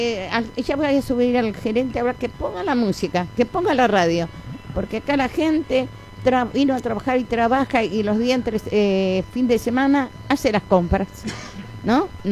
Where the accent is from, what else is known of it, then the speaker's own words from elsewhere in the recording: Argentina; Y que sepan que somos argentinos.